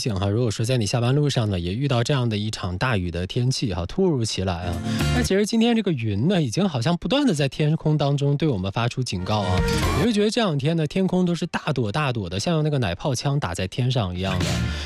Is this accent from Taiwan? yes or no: no; China